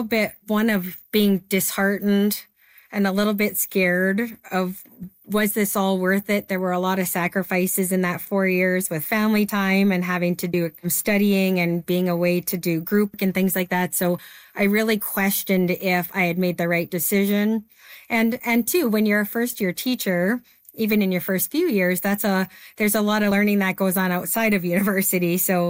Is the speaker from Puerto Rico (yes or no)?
no; Lethbridge, Alberta, Canada; I am from Lethbridge, Alberta.